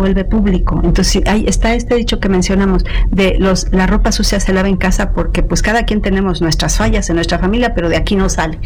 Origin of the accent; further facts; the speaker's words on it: Mexico; nos tendríamos que reeducar como país, como mexicanos.